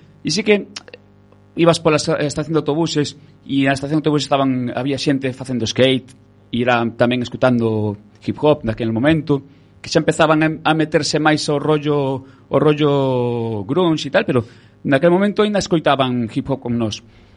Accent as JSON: {"language": "Galician", "region": "Galicia", "country": "Spain", "said": "Depende. Como galego que son, depende."}